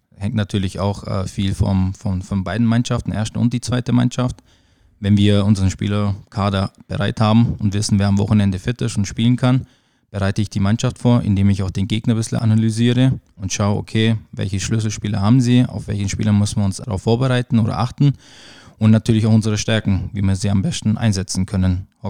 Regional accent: Kirchdorf, Bavaria, Germany; Ja, ich bin, so wie du gesagt hast, gebürtiger Kirchdorfer. Das heißt, meine Familie, meine Freunde, mein Sportverein ist hier in Kirchdorf. Alles, was ich habe, ist in Kirchdorf eigentlich.

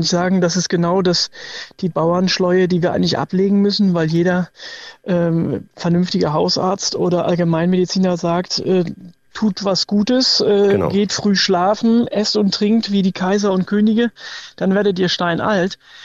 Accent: Hamburg, Germany; Und Hamburg ist einfach meine Heimat.

